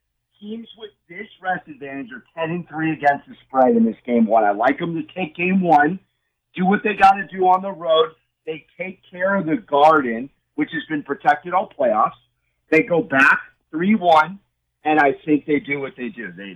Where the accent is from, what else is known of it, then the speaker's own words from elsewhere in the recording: San Diego, California, United States; Listen, man, I'm from San Diego.